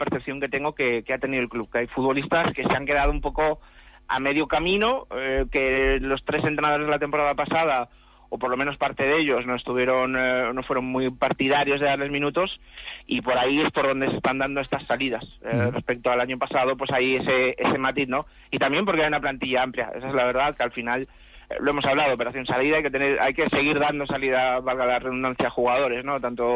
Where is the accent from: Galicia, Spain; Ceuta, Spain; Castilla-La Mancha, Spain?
Galicia, Spain; como buen gallego rojito